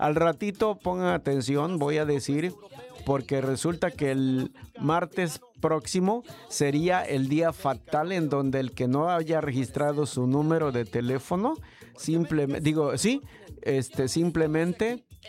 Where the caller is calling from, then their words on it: Jalpa de Méndez, Tabasco, Mexico; Sí, gracias, saludos, somos de Jalpa de Méndez.